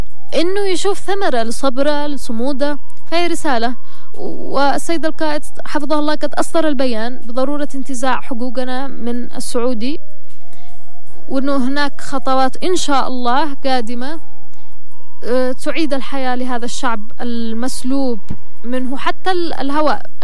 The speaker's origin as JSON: {"language": "Arabic", "country": "Yemen", "said": "احنا كشعب يمني"}